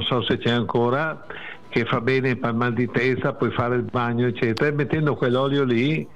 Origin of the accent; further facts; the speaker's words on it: Priabona, Veneto, Italy; born there; io sono nato su uno a Priabona